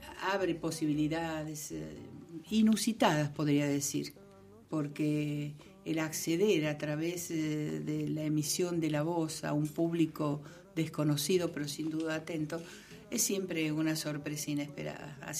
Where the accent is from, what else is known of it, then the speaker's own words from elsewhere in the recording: Córdoba, Argentina; como buena cordobesa serrana soy refranera